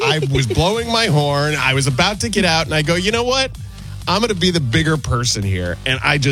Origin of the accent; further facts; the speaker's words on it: Pennsylvania, United States; now in New York City, United States; I grew up in Pennsylvania